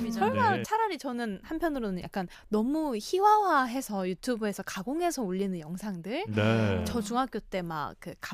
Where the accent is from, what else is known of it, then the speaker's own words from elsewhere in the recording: South Korea; 남한에서 나고 자란 저로서는